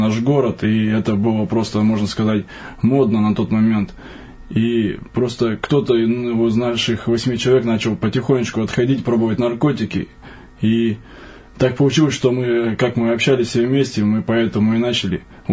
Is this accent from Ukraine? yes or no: no; Surgut, Khanty-Mansi Autonomous Okrug, Russia; born there; now in Moscow, Russia; Ну, я родился в городе Сургуте, это Ханты-Мансийский автономный округ, в семье благополучной.